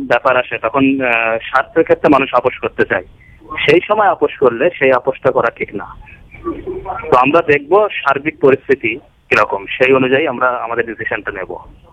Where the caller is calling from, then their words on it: Swarupnagar, West Bengal, India; আমি বিহারি স্বরূপনগর থেকে